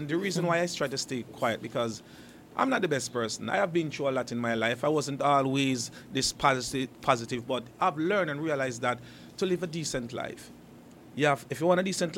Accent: Nevis, St. Kitts & Nevis; Not because the two of you is from St. Kitts and I'm from Nevis.

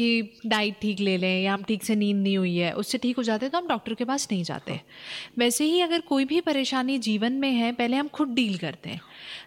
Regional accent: Bhopal, Madhya Pradesh, India; मेरा जन्म भोपाल में ही हुआ, मैं भोपाल में ही पली बड़ी हूँ। स्कूलिंग, कॉलेज सब मेरा भोपाल से ही हुआ।

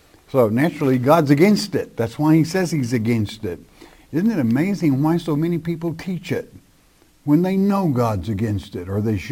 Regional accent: Colorado, United States; I am from Colorado.

